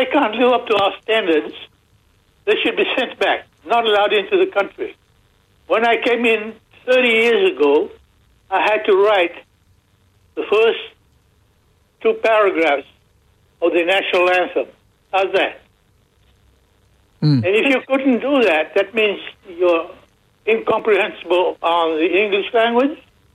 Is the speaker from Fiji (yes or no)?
yes; Fiji; born there; Dad was Scottish. Mm. Mum was from Tennessee. And I was born in Fiji.